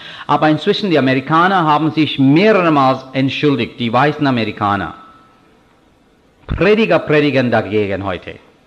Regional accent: India; German is a second language; moved away; Meiner Meinung nach als Inder

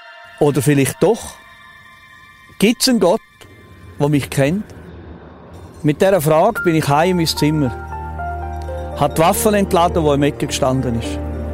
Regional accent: Switzerland; habe ich die Armeewaffe geladen, die ich als Schweizer Soldat in der Stube hatte.

